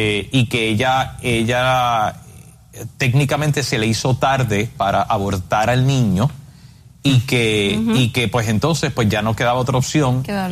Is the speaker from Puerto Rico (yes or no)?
yes; Puerto Rico; como los dos somos de Puerto Rico, que el niño sea de Puerto Rico y allá.